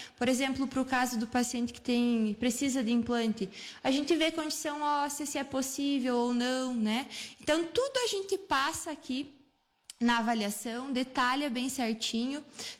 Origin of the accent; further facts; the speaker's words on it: Soledade, Brazil; Então, eu sou aqui de Soledade, né? Para quem não me conhece, sou do interior, eu sou da comunidade do Pinhal. Moro aqui na cidade agora